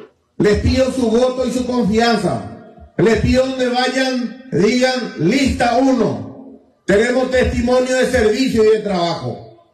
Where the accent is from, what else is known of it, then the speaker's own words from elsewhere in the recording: Carapeguá, Paraguarí, Paraguay; Hemos perdido nuestra identidad como carapegüeños